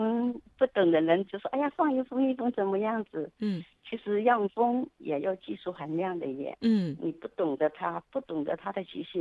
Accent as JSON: {"language": "Chinese", "region": "Hubei", "country": "China", "tie": "born or raised there", "said": "我都是在武当山长大的人哈，从小在那里，"}